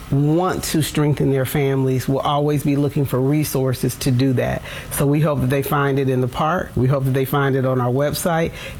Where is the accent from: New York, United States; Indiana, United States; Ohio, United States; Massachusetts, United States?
Ohio, United States; Cincinnati; excited to be here in my hometown of Cincinnati